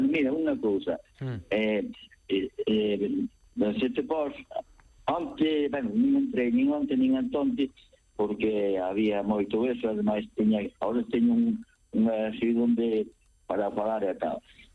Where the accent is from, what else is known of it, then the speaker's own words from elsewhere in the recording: Oza-Cesuras, Galicia, Spain; Moi buenas. Son de Oza, Cesuras.